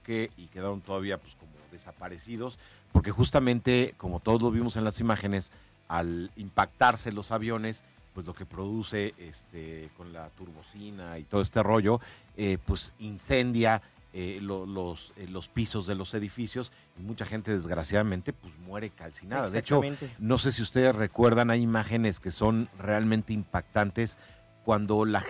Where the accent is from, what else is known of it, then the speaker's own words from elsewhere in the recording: Mexico; O sea, amo a mi país, soy mexicano.